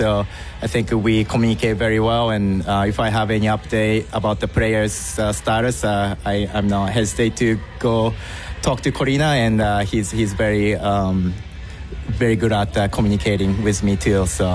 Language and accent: English; Japan; English is a second language; moved away as an adult; I born and raised in Japan, and as everyone knows, the baseball is very huge in Japan. I played baseball in Japan too.